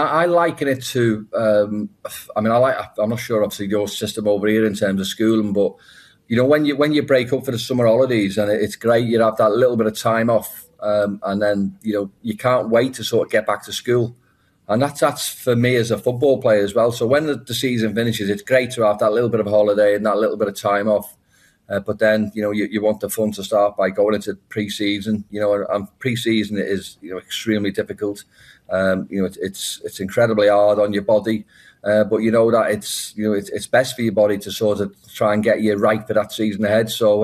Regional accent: Liverpool, North West England, United Kingdom; I'm from Liverpool, home

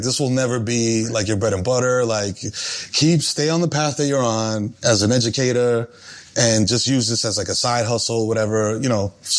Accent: New York City, New York, United States; You know, first generation and growing up in the Bronx, it's like you believe that you can do certain things

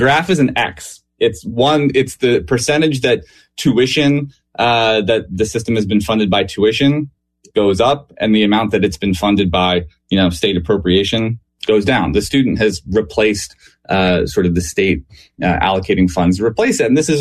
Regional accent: Pittsburgh, Pennsylvania, United States; I grew up in Pittsburgh, still live here.

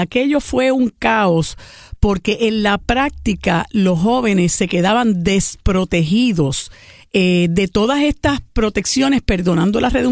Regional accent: Puerto Rico; la idiosincrasia de nosotros como puertorriqueños puertorriqueñas

